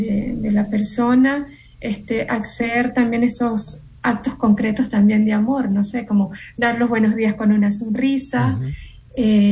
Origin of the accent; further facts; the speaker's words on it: Venezuela; now in Dominican Republic; Por ejemplo, yo soy venezolana. Yo vivo en una comunidad, yo soy una laica consagrada, como bien decía Zenaida, de la Iglesia Católica, y estoy acá en República Dominicana por el movimiento.